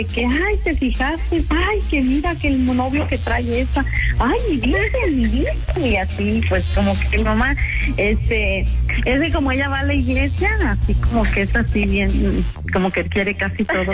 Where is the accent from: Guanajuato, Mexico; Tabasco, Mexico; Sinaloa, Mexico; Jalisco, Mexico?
Guanajuato, Mexico; Celaya; moved away as an adult; now in Dallas, United States; Soy originaria de Celaya, Guanajuato.